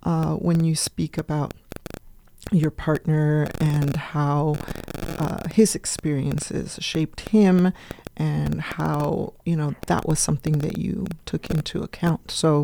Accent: Texas, United States; moved away; When I came here from Texas, my parents, grandparents, everyone is from Texas. So I'm one of those people that say, I didn't cross the border. The border crossed me with the Treaty of Guadalupe Hidalgo back in the 1800s.

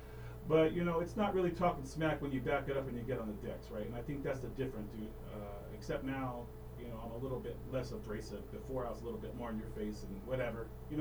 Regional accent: San Jose, California, United States; now in Idaho, United States; I come from the South Bay. I come from San Jose.

